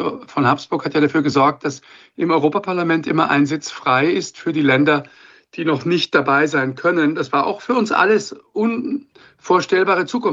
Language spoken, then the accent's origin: German; Germany; born there; Und dann, als ich geboren bin, bin ich in Deutschland geboren. Und so habe ich eine deutsche Staatsbürgerschaft.